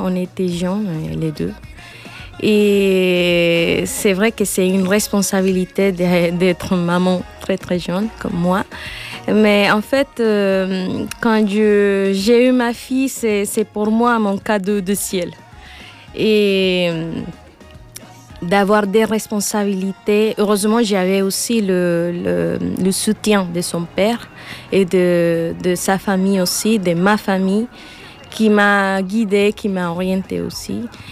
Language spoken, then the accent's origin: French; Cali, Valle del Cauca, Colombia; moved away; Cali. Cali, pour moi, c'est ma joie. C'est mes racines.